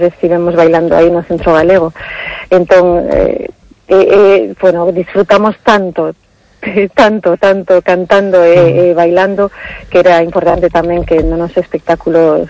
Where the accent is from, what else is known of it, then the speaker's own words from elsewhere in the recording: Brussels, Brussels-Capital Region, Belgium; cando decimos somos de Bruselas e nacimos en Bruselas